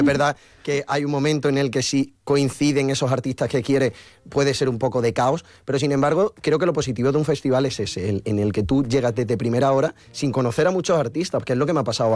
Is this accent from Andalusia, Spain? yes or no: yes; Málaga, Andalusia, Spain; Yo normalmente los que acudo son los más cercanos a mi ciudad. Yo soy de Málaga